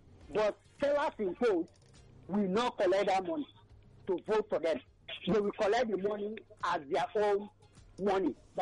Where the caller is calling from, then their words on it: Abaranje, Ikotun, Lagos, Nigeria; I'm calling from Abanajo, Ikoto.